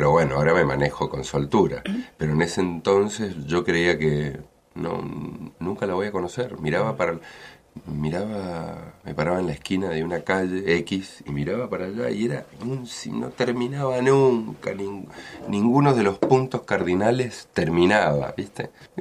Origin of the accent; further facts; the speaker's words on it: Mendoza, Argentina; moved away; Sí, claro, claro. Sí, es mi casa, es mi tierra y cargo energías. En cuanto puedo, vengo porque me hace bien venir a Mendoza.